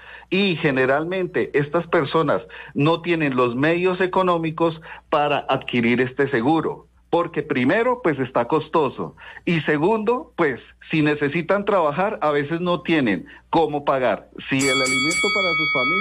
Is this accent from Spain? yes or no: no; Colombia; aquí en Colombia, donde pagamos impuestos